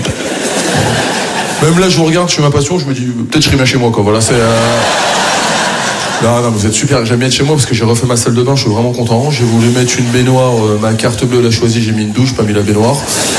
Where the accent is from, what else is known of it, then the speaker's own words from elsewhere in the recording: France; Non, je suis fier de mes origines et je suis fier d'être français, moi aussi. Je suis un bon français, je suis fier d'être français